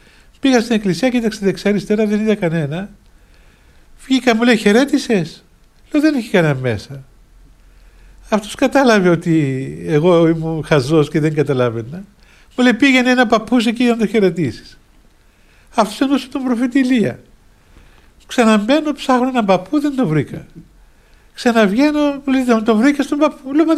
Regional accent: Cyprus; Ουρανούπολη, χωρίς να ξέρω ότι έπρεπε να βγάλω τότε άδεια εισόδου στο Άγιον Όρος, γιατί θεωρούμε αλλοδαπός ως Κύπριος.

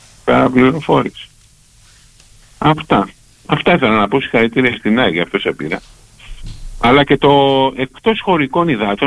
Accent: Kefalonia, Ionian Islands, Greece; το νησί μου την Κεφαλονιά

